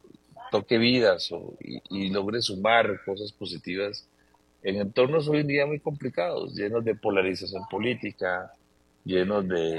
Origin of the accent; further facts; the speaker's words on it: Costa Rica; todos nosotros como costarricenses.